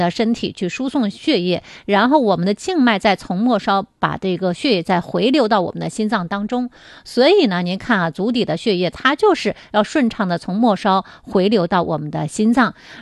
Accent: China

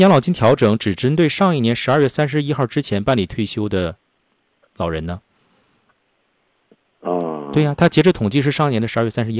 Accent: Harbin, Heilongjiang, China; 咱们哈尔滨人还是很喜欢俄罗斯文化的，对不对？因为咱们有那么多的俄式风情的建筑啊

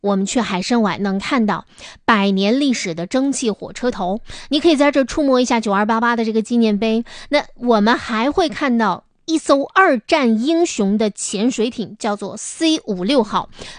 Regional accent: Northeast China, China; now in Harbin, China; 这是独属于我们东北人出境游的一种福利

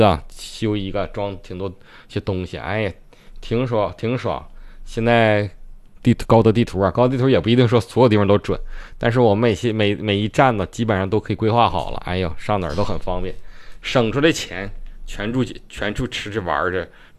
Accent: Northeast China, China; accent: Northeastern; 轻的撩的，是我们东北话

